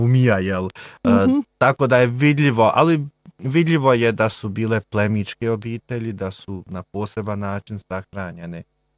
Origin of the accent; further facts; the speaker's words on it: Bosnia & Herzegovina; Kod nas u Bosni ćete zamijetiti pticu kako leti negdje, pa zamijetit ćete potočić, pa drvo, ovo je drugačije.